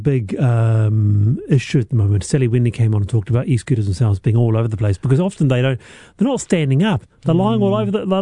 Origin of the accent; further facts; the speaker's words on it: Nelson, New Zealand; I grew up in the Nelson there, and it was this is the early 80s formative time.